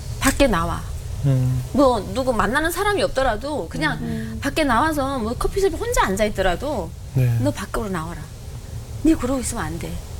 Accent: North Korea; accent: North Korean; now in South Korea; 제가 한국에 온 지 그때만 해도 몇 년밖에 안 됐으니까 네. 이게 대사하다가 이렇게 약간 북한 말투나 이런 게 네네. 나가잖아요.

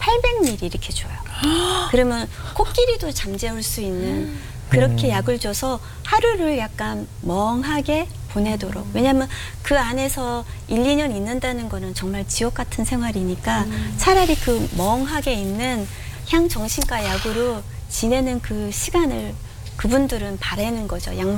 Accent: Seoul, South Korea; moved away; also born or lived in Japan; 부산이 아니에요. 저는 서울이고.

